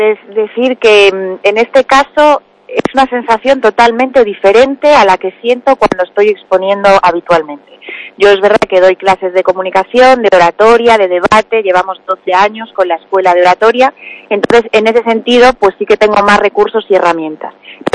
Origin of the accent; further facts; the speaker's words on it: A Coruña, Galicia, Spain; born there; also born or lived in Ourense; yo nací en Ourense y viví allí 5 años antes que nos vinimos a Coruña.